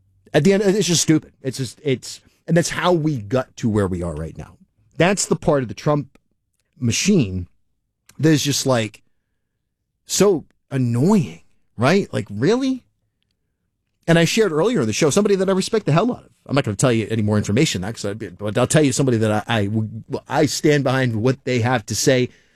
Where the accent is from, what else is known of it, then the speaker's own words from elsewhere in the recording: Charlestown, Rhode Island, United States; Remember, folks, I grew up down there in Charlestown. I grew up in South County.